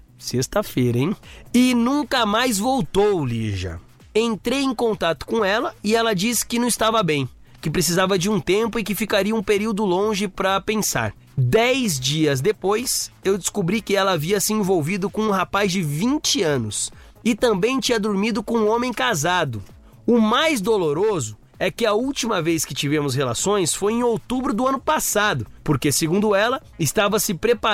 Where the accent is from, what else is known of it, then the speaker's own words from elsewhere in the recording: Belo Horizonte, Minas Gerais, Brazil; tenho 43 anos e sou de Belo Horizonte.